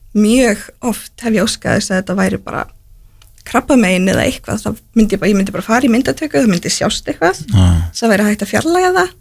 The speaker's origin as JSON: {"language": "Icelandic", "town": "Njarðvík", "region": "Southern Peninsula", "country": "Iceland", "tie": "born or raised there", "said": "Þegar ég var yngri og bjó ég sett fættu upp alveg í Njarvík"}